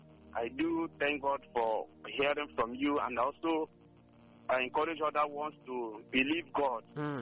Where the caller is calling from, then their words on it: Nigeria; I'm calling from Obinwa.